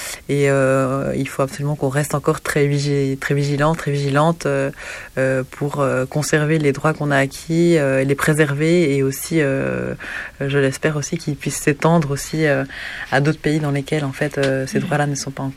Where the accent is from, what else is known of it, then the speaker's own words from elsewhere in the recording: Switzerland; Moi, en tant que Suissesse